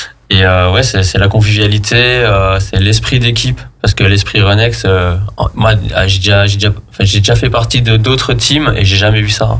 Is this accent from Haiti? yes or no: no; Belgium; moved away as an adult; also born or lived in Savoie; now in Aix, France; 38 ans, moi je viens de Belgique, une fois, on va le faire. En fait ça fait 5 ans que j'habite, 3 ans que j'habite sur Aix, 5 ans en Savoie